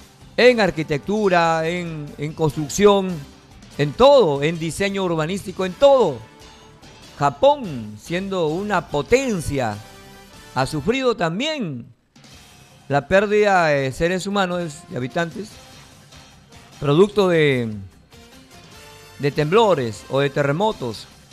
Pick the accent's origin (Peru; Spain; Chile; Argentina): Peru; Tenemos cosas positivas los peruanos.